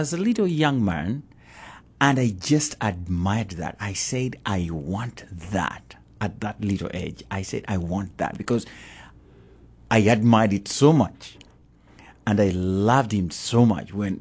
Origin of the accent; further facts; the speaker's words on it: Kampala, Central Region, Uganda; So that's where I grew up from in Kampala. I grew up in church